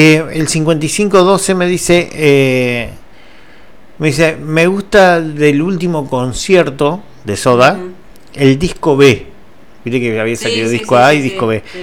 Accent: Entre Ríos, Argentina; ¿vos de qué parte sos? Porque no era el mismo, habla de un porteño. Digo, de Entre Ríos.

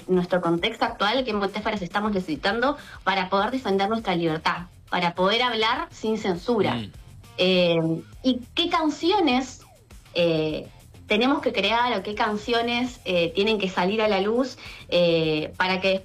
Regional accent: Argentina; en nuestra memoria colectiva como argentinos

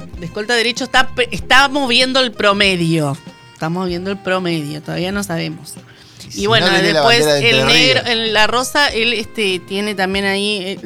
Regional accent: Argentina

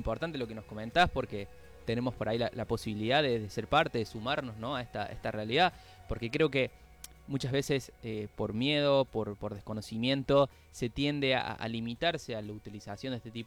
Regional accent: Argentina

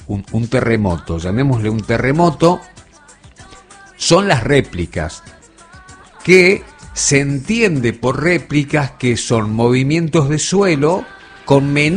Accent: Argentina; desde aquí nuestro abrazo fraterno como argentinos

